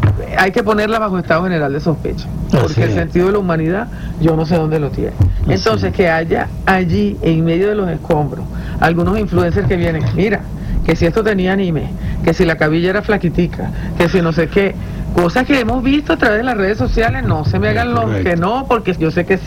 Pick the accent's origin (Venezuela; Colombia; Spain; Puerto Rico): Venezuela; vamos a hablar como venezolanos.